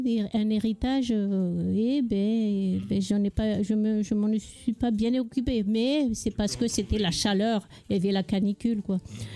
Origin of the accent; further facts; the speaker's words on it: Marseille, Provence-Alpes-Côte d'Azur, France; je ne sais plus, je suis marseillaise.